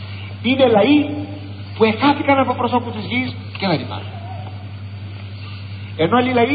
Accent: Greece; Ας προσέχουμε, εμείς σαν Έλληνες, ας προσέχουμε.

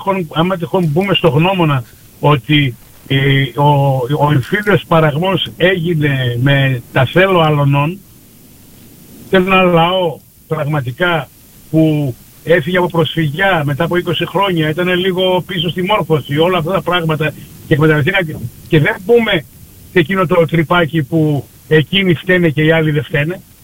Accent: Thessaloniki, Central Macedonia, Greece; από τη Θεσσαλονίκη, με τη Θεσσαλονίκη.

